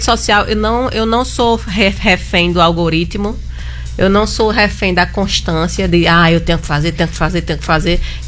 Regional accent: Northeast Brazil, Brazil; nós nordestinos, graças a Deus, estamos nos assumindo.

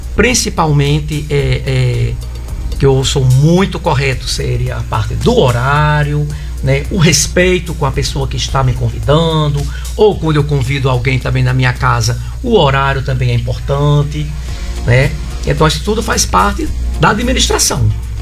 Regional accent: Mossoró, Rio Grande do Norte, Brazil; moved away as an adult; also born or lived in Rio de Janeiro; é um moçoroense. Tenho muito carinho pelas pessoas daqui da minha terra. Esse tempo todo que eu morei fora

